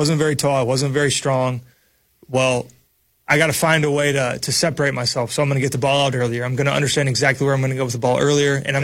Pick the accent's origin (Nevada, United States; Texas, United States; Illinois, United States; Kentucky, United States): Kentucky, United States; I was coming from Kentucky to Minnesota, and Kentucky's not the best football state either